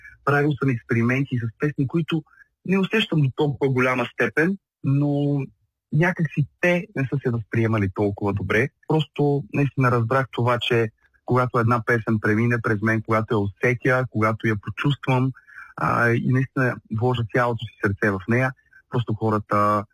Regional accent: Burgas, Burgas Province, Bulgaria; аз родом съм си от Бургас.

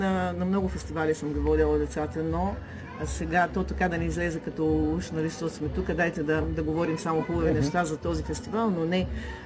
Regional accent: Rhodope Mountains, Bulgaria; Не, че аз съм родопчанка, не, че, нали... Но тук хората от родопите сме други.

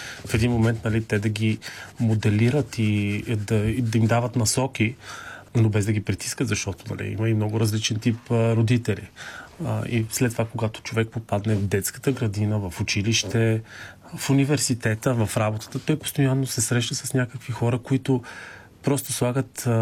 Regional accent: Sofia, Sofia City, Bulgaria; От София съм, да. Израснал съм в квартал Христо Ботев и съм живял и учил до 8-ми клас в местното училище

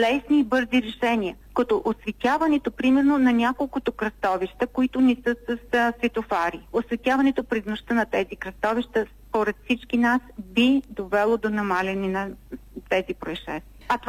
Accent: Plovdiv, Plovdiv Province, Bulgaria; аз съм от Пловдив

